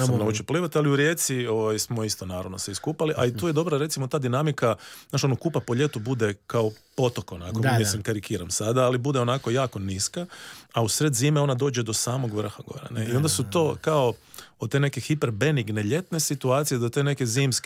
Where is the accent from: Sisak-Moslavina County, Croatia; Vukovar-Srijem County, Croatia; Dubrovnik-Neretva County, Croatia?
Sisak-Moslavina County, Croatia; Sisak; ja sam odrastao na Zibelu, koji je onako vrlo prekrasan dio Siska, koji je u bligu, kupalište Zibel, tamo je rijeka, klizalište, sve nam je to bilo blizu i odrastao sam u zgradama.